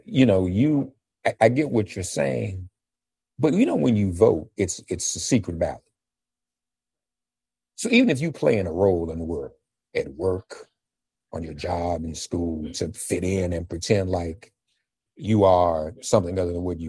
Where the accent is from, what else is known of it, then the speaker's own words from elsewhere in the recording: Nashville, Tennessee, United States; also born or lived in Washington, D.C.; You all knew I was born in Washington, D.C., raised in Nashville, would come to spend summers in D.C.